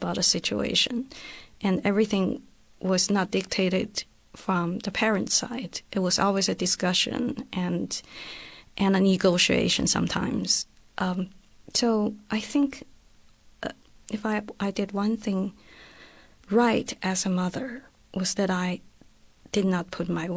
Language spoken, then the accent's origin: English; China; So I grew up in China, and for instance, when I was little, all the adults would say, you know, since you're a child, you have no right to decide who you want to be or what you want to do.